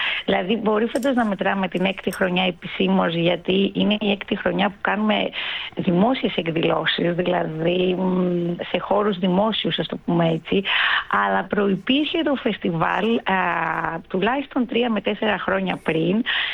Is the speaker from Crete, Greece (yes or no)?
no; Thessaloniki, Central Macedonia, Greece; γιατί είμαι Θεσσαλονικιά, που διατηρώ εξοχική κατοικία στο νησί.